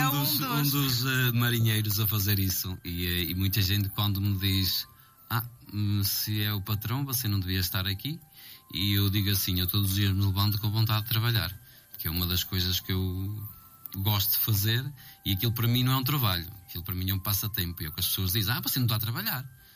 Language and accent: Portuguese; Marco de Canaveses, Norte, Portugal; Eu nasci ali